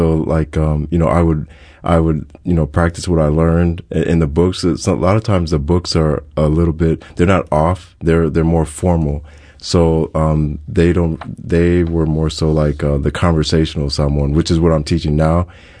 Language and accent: English; Hawaii, United States